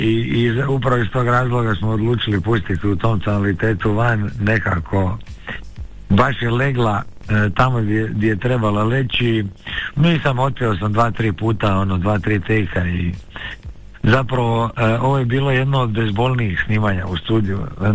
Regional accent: Croatia; samo što malo kod nas u Hrvatskoj je malo teže s dozvolama, malo se teže dobijaju dozvole

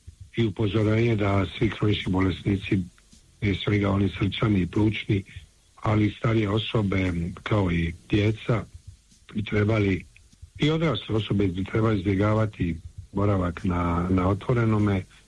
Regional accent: Split, Split-Dalmatia County, Croatia; ja dolazim iz Splita

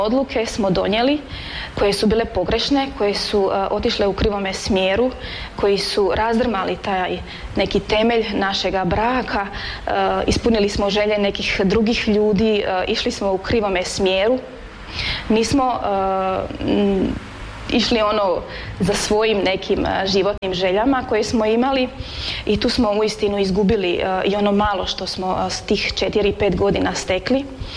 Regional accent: Strizivojna, Osijek-Baranja County, Croatia; dolazim iz Slavonije, mjesto Strizivojna pored Đakova. Supruga sam i majka šestero sinova. Moja obitelj je kršćanska

